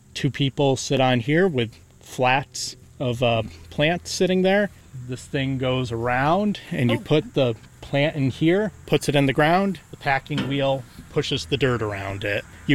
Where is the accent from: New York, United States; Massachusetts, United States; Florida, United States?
Massachusetts, United States; Hadley; I am genuinely proud to be born and raised in Hadley.